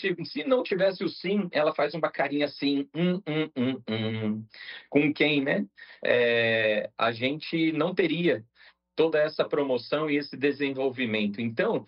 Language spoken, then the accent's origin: Portuguese; São Paulo, Brazil; moved away as an adult; now in Piauí, Brazil; Eu sou do interior de São Paulo, sou formado em administração de empresa.